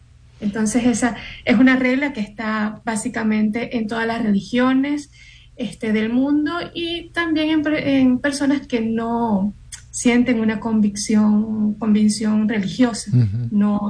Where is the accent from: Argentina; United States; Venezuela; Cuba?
Venezuela; now in Dominican Republic; Por ejemplo, yo soy venezolana. Yo vivo en una comunidad, yo soy una laica consagrada, como bien decía Zenaida, de la Iglesia Católica, y estoy acá en República Dominicana por el movimiento.